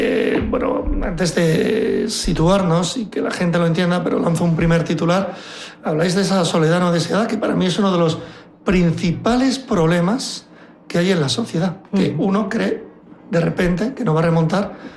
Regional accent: Getxo, Basque Country, Spain; yo, que soy de Algorta

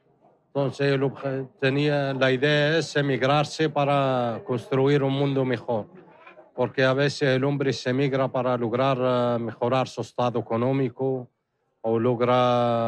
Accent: Western Sahara; also born or lived in Tindouf; now in Bilbao, Spain; Yo soy una persona, yo soy del Sahara, llevo aquí en Bilbao 9 años.

